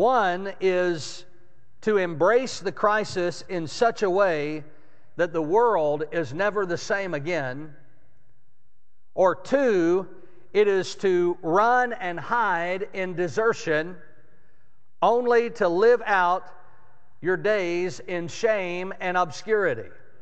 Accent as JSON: {"language": "English", "region": "Texas", "country": "United States", "said": "the love that I have for my home state"}